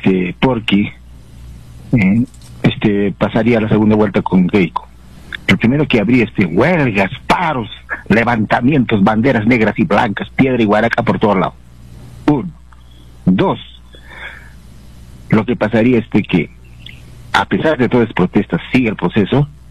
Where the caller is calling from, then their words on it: Juliaca, Puno, Peru; De Juliaca, doctor.